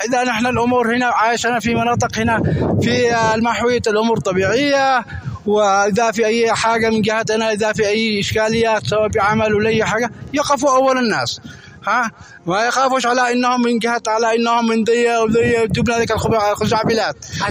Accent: Taiz, Taiz Governorate, Yemen; أنا من أبناء تعز وأدعو أخواننا في تعز كافة

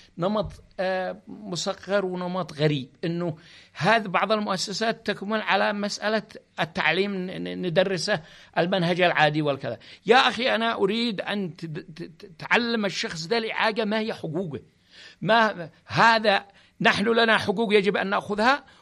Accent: Yemen; أنا مواطن يمني

